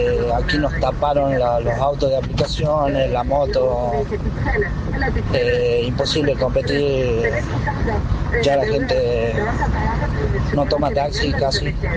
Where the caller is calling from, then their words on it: Tucumán, Argentina; de Tucumán.